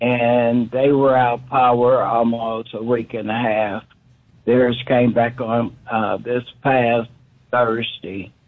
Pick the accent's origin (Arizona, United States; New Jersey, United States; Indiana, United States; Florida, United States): Indiana, United States; Indianapolis; from Indianapolis, Indiana.